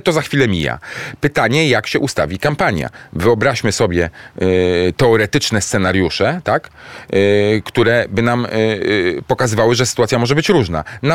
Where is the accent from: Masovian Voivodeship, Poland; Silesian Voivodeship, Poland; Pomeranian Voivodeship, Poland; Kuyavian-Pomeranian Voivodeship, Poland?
Masovian Voivodeship, Poland; Warsaw; Nie, ja jestem z Warszawy